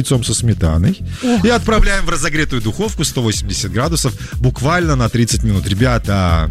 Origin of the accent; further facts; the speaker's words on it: Ural, Russia; А я с Урала, парень.